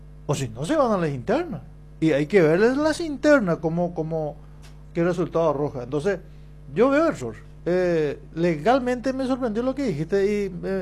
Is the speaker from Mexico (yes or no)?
no; Paraguay; Nuestro sistema en Paraguay